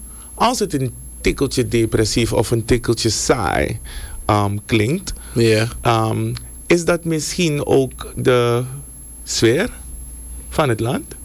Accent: Suriname

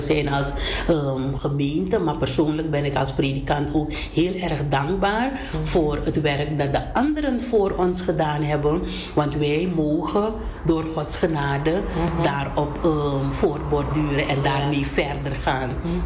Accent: Paramaribo, Suriname; born there; ik heb als kind gezeten op de Op een EBG-school. EBG-school, dat is HPG Latour School 1. Mm-hmm. Aan de Sapakara-straat, dat is mijn basisschool geweest.

